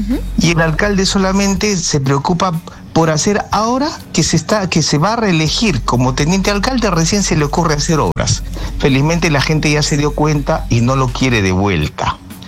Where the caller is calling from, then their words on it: Quilmaná, Lima, Peru; Me llamo desde Quilmaná, Cañete, un hermoso distrito.